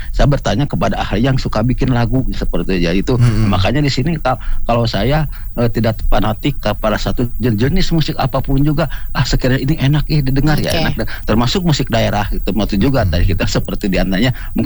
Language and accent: Indonesian; West Java, Indonesia; selain Sunda, kalau Sunda daerah saya sendiri kan